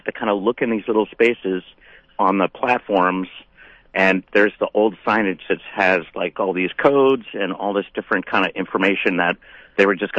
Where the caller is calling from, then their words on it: New York City, New York, United States; in Brooklyn.